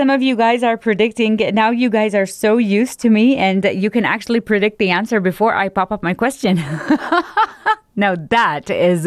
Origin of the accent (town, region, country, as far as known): Jordan; first language Arabic; English is a second language